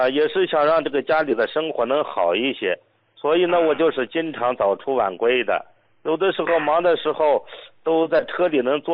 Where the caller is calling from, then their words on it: Shandong, China; 我家是山东的，我呢是一名出租车司机，我今年才52岁